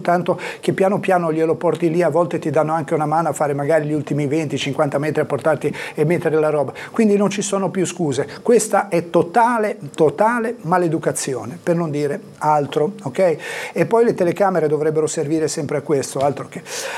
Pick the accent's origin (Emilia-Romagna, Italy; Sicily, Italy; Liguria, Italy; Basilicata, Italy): Liguria, Italy; Genoa; sono di Sestri, precisamente proprio di Sant'Alberto, che è proprio sopra Sestri Ponente